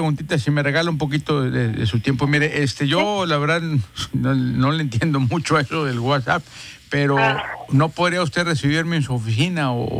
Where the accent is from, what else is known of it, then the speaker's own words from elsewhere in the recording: San Nicolás, Nuevo León, Mexico; San Nicolás, sí. Yo soy San Nicolás, mi hija es de Apodaca, ¿verdad?